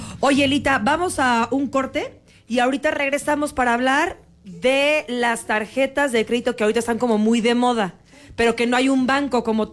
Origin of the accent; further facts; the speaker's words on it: Querétaro, Mexico; este se generó en el estado de Puebla. Yo soy de Querétaro, ¿qué puedo hacer ahí?